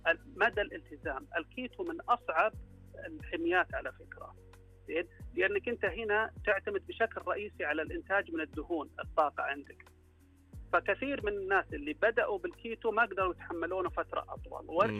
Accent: Saudi Arabia; عندنا في السعودية

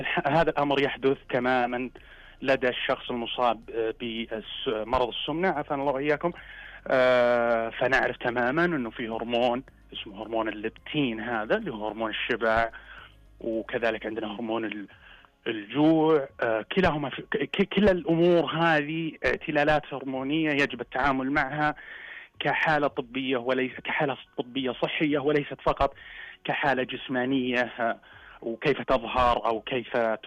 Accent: Saudi Arabia

